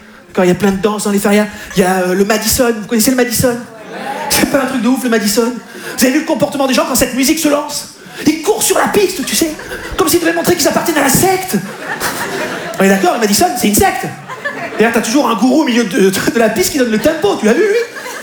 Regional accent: Southwest France, France; Moi, je viens du Sud-Ouest de la France, d'accord? Dans le Sud-Ouest, on est des bons vivants.

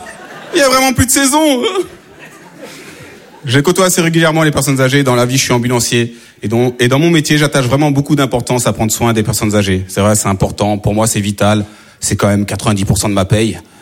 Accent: France; born there

